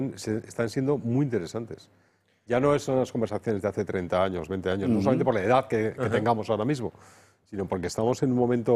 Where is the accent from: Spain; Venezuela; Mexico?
Spain; Nosotros somos españoles por herencia.